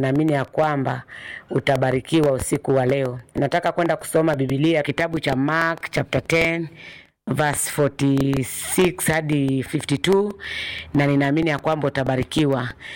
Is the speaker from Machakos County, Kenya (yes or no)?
yes; Katoloni, Machakos County, Kenya; Nasema nimeokoka, natoka Machakos County, mahali kunaitwa Katoloni.